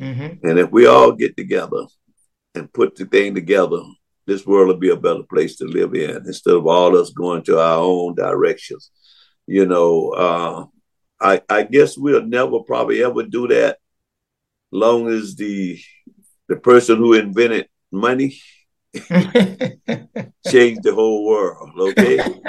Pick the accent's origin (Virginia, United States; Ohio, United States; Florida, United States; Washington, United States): Florida, United States; when I was growing up in Florida